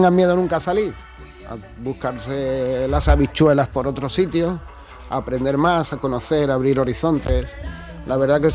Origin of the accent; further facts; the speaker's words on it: Arcos de la Frontera, Andalusia, Spain; born there; moved away; Me atrae más mi pueblo, Arcos de la Frontera